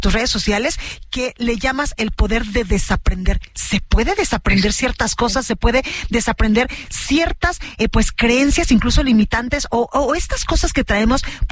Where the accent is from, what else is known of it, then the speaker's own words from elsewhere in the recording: Mexico; aquí en México, y como decimos los mexicanos